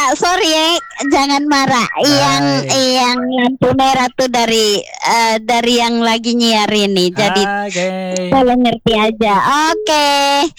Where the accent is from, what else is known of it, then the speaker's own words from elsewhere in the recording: East Nusa Tenggara, Indonesia; Iya, tapi asli memang emang suku Sabu, tapi asli Sumba.